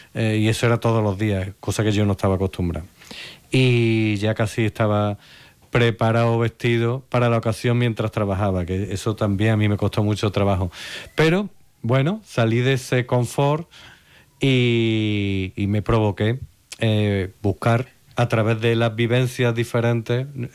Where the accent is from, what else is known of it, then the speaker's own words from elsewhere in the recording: Córdoba, Andalusia, Spain; moved away; Y cuando vengo a Córdoba intento que sea nuevo para sorprenderme. Porque aunque sea de aquí y bueno, haya nacido aquí